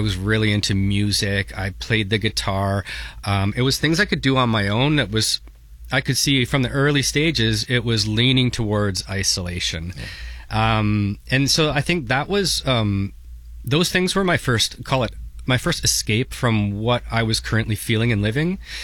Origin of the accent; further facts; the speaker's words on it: St. Catharines, Ontario, Canada; I grew up in St. Catharines. I was a small kid, smaller than the rest of the kids.